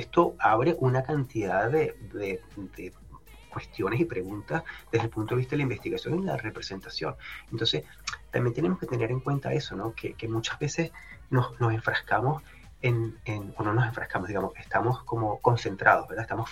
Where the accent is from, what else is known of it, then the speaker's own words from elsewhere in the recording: Venezuela; o pensamos en Venezuela, ¿no? De donde yo soy, y mi experiencia creciendo en Venezuela y viajando por el país desde pequeño